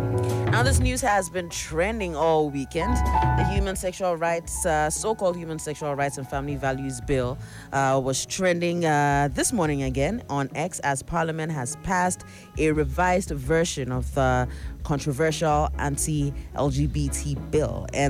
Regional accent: Ghana; And ever since, everywhere is Ghana, Ghana, Ghana. I'm Ghanaian.

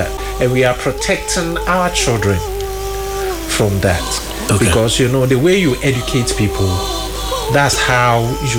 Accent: Kumasi, Ashanti, Ghana; I was born in Bantama. I was brought up in Bantama.

